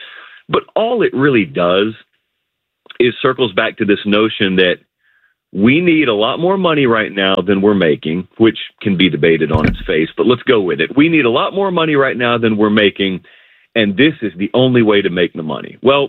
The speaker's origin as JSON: {"language": "English", "region": "the South", "country": "United States", "tie": "born or raised there", "said": "I grew up in the South and we would have them come through fields occasionally and just decimate crops."}